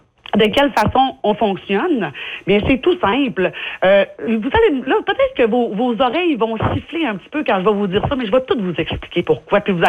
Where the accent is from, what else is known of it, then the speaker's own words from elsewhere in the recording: Quebec, Canada; chez nous, en Haute-Côte-Nord.